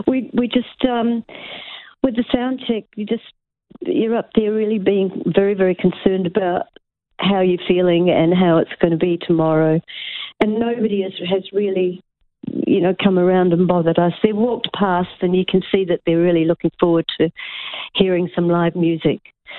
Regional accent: Nelson, New Zealand; moved away; I did 2 in my hometown of Nelson.

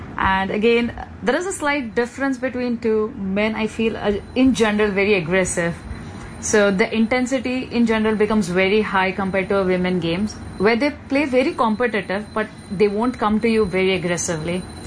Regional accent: Mumbai, Maharashtra, India; In India, we first have to clear the exams for the state we belong to. So I came from Mumbai.

